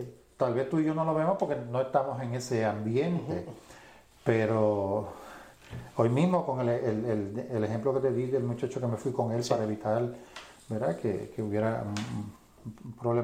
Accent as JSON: {"language": "Spanish", "country": "Puerto Rico", "said": "nosotros somos boricuas"}